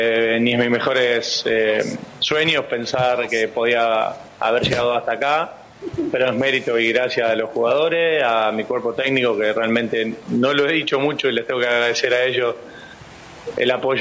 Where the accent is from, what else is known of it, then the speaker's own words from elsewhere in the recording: Argentina; creo que nosotros como argentinos tenemos que reconocer a veces que el rival juega